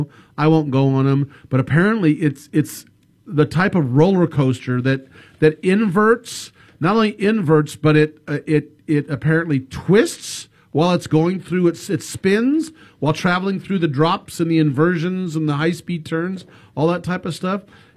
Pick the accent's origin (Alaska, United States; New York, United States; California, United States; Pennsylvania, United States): California, United States; obviously we're from California, and I have Southern California offices and a home down in Southern California and then Northern California